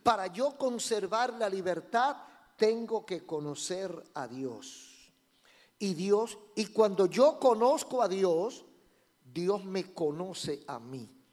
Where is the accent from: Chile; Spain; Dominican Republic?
Dominican Republic; como los dominicanos. Tenemos los ojos redondos.